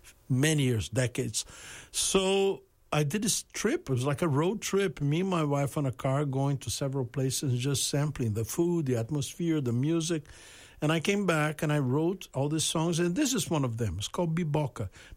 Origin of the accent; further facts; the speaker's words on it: Southeast, Brazil; I am not from the Northeast. I'm from the Southeast. But my relatives come from there.